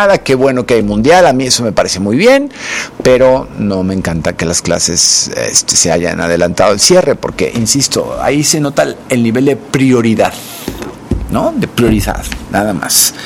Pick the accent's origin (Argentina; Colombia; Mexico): Mexico; Tampoco soy opositor, soy un mexicano que quiero lo mejor para este país, ¿eh?